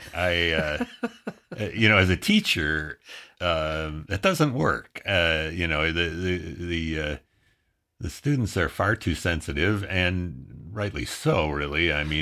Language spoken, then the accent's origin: English; Madison, Wisconsin, United States; Well, in Madison, we had that Arboretum